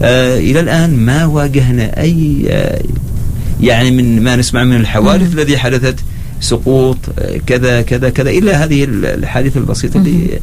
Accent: Oman; معنا في سلطة عمان

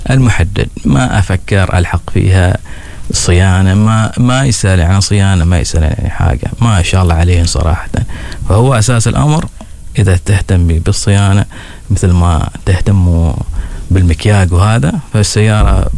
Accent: Oman; فنحن كعمانيين

